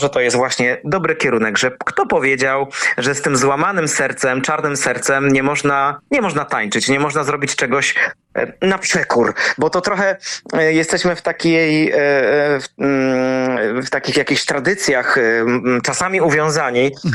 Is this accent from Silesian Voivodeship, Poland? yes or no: yes; Tychy, Silesian Voivodeship, Poland; Tychę. Tak, tak, tak. Moje rodzinne miasto.